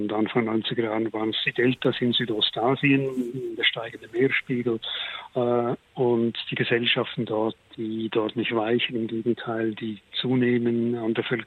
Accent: Switzerland; ich natürlich als Schweizer Kind frühkindliche und jugendliche Erfahrung auf Gletschern hatte.

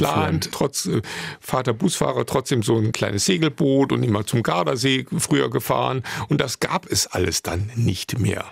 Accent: Wuppertal, North Rhine-Westphalia, Germany; ich bin groß geworden in der Stadt, in Wuppertal und in einem Schimanski-Ambiente, Nachkriegsbungalow aus Bruchsteinen auch nur aufgebaut.

